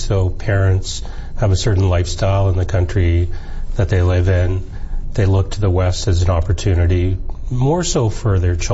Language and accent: English; Toronto, Ontario, Canada; I spent most of my time growing up in the Malvern neighborhood, so okay. We would have been close. And as you may recall, well, we were probably in Scarborough.